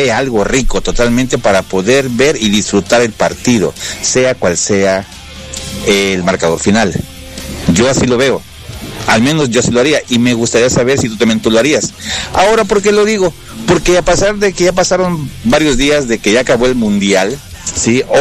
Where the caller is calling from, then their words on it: Mexico; por eso soy orgullosamente mexicano. La verdad, amo mis raíces. Soy orondo de ser mexicano.